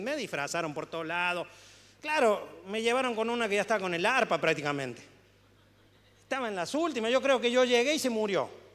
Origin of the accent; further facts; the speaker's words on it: Córdoba, Argentina; como buen cordobés cara dura